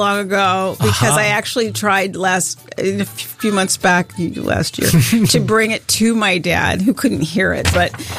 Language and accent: English; Santa Monica, California, United States; I grew up in Santa Monica, California.